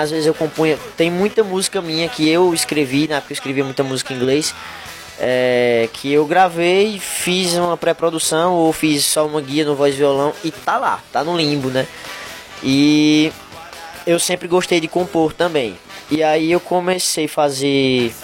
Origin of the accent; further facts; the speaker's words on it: Northeast Region, Brazil; accent: nordestino; cantar com o nosso sotaque cheio de aquele sotaque nordestino puxadão mesmo